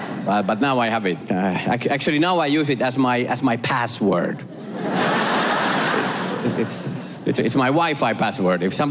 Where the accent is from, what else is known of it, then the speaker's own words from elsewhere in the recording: Finland; English is a second language; and yes, I am from Finland. Woohoo! Yay! Yay! Hey, it's so great to be here. I speak English now. I didn't grow up speaking English. I had to learn it later, and it's not easy.